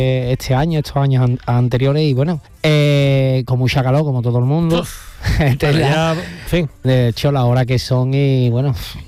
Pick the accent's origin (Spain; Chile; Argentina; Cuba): Spain; Alcalá de Guadaíra, Andalusia; also born or lived in Seville; Yo nací en el Virgen del Rocío. Pero bueno, mi residencia está en Alcalá de Guadaira desde pequeño. Soy alcalareño, sevillano y alcalareño.